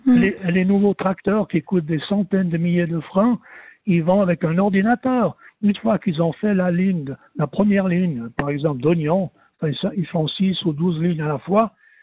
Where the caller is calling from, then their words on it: Evolène, Valais, Switzerland; j'habite à Evelyne maintenant.